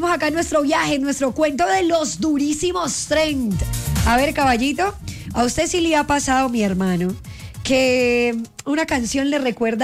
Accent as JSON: {"language": "Spanish", "town": "Cali", "region": "Valle del Cauca", "country": "Colombia", "said": "Yo soy caleña, caballito."}